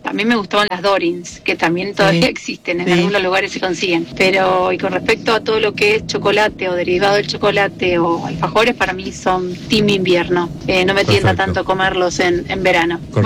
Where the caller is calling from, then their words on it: Buenos Aires, Argentina; de Caballito, volviendo a casa